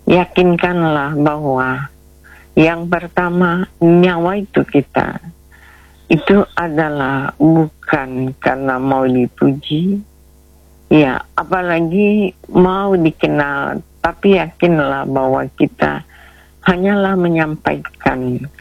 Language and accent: Indonesian; South Sulawesi, Indonesia; kita sebagai orang Bugis